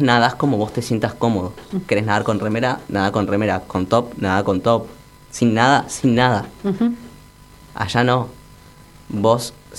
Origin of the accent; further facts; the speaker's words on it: Argentina; siempre somos los travestis de Argentina